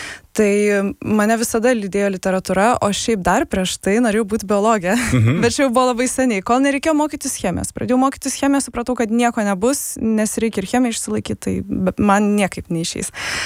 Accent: Šiauliai, Šiauliai County, Lithuania; Ir šiaip aš užaugau Šiauliuose.

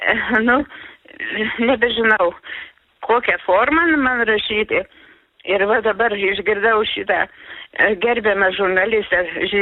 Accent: Samogitia, Lithuania; aš esu žemaitė, aš ir karą mačiau, ir pokarį, ir vaikystė buvo labai graži tarp daugelio žmonių, šeima gausiai buvo.

